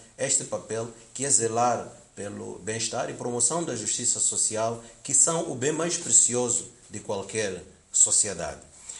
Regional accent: Mozambique; nós confiamos na nossa própria capacidade interna como moçambicanos

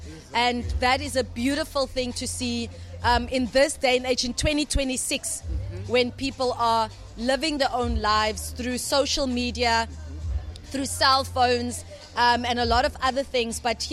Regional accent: South Africa; I'm proudly South African.

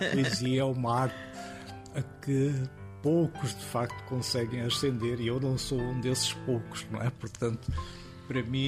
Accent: Goa, India; as primeiras histórias serem sobre a minha infância e primeira juventude em Goa fizeram-me renascer esse interesse por contar uma história goesa

